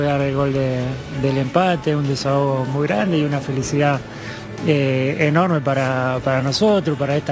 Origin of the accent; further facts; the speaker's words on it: Argentina; lo que somos como argentinos, el orgullo que nos da y nada.